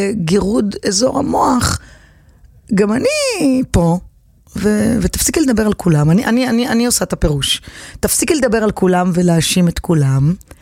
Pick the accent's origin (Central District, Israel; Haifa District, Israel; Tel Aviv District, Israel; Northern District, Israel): Tel Aviv District, Israel; Herzliya; born or raised there